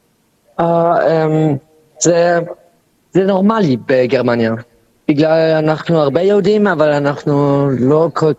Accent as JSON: {"language": "Hebrew", "region": "Berlin", "country": "Germany", "second_language": "Hebrew", "said": "אני משחק כדורגל בברלין, בגלל אני מברלין"}